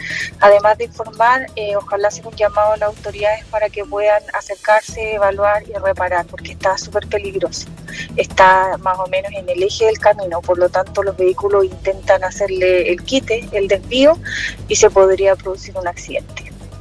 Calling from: San Pedro de la Paz, Biobío, Chile; Pío Bío, llamo de San Pedro, del sector Huertos Familiares

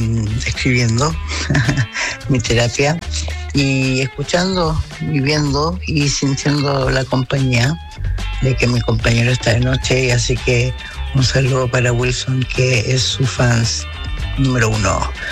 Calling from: Puente Alto, Santiago Metropolitan, Chile; estoy llamando de Puente Alto

